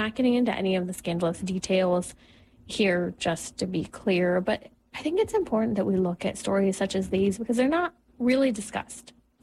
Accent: California, United States; I was just looking at the stats from my home state of California

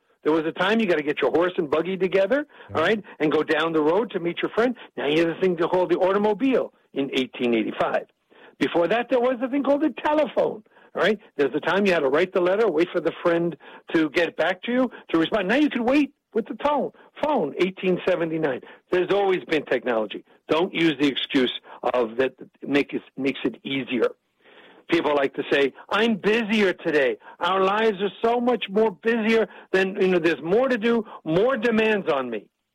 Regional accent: New York, United States; I talk fast. I'm from New York, so I can do this.

